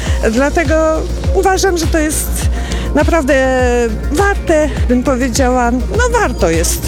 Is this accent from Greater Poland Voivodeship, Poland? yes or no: no; Łódź, Łódź Voivodeship, Poland; Przyznam się, że jestem rodowitą łodzianką